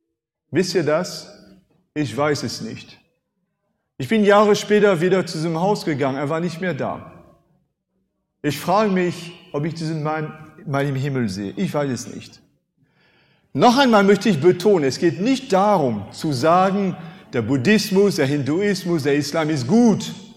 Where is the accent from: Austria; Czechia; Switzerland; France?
France; first language French; German is a second language; now in Germany; Jetzt komme ich zu meinem Landsmann Napoleon.